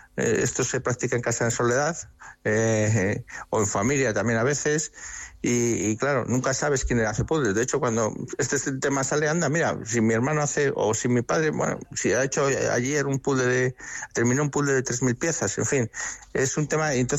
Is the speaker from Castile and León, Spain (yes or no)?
yes; Valladolid, Castile and León, Spain